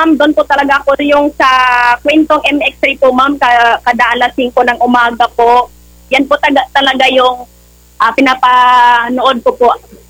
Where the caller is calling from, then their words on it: Las Nieves, Caraga, Philippines; dito sa amin sa Las Nieves po, ma'am.